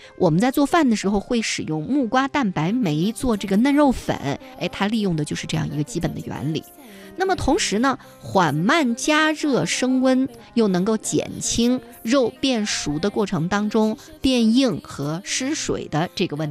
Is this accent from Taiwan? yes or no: no; China; 炖肉呢是我们中国人餐桌上常见的美食啊